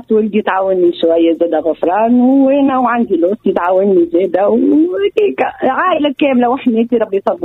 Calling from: Korba, Nabeul Governorate, Tunisia; احنا في قربة أول حاجة عنا حاجة خاصة بقربة بولايتنا بالكابون

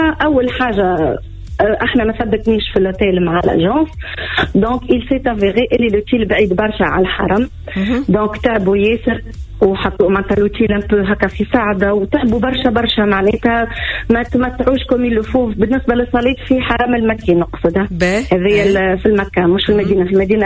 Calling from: Tunisia

